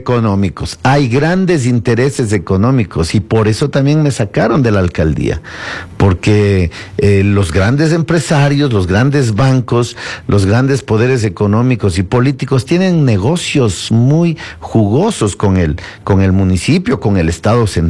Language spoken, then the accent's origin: Spanish; Quito, Pichincha, Ecuador; la gente sabe que soy de Quito, la gente sabe que he votado aquí